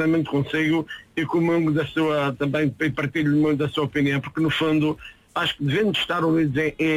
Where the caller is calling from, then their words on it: Madeira, Portugal; como madeirense